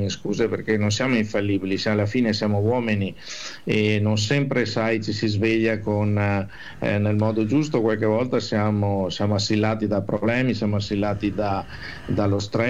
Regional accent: Veneto, Italy; un po' perché siamo veneti, un po' perché sono veneto

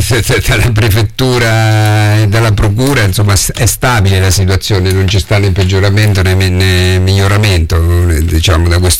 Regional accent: Macerata, Marche, Italy; Io ho vissuto sempre a Macerata, ho studiato fuori, però poi sono tornato, ho lavorato qui. È una città dove si vive bene

